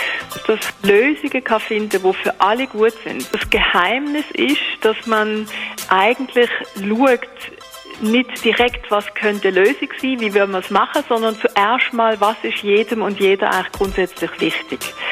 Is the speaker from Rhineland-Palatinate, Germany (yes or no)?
no; Leipzig, Saxony, Germany; born there; ich bin geboren in Leipzig, habe dann hier Soziologie studiert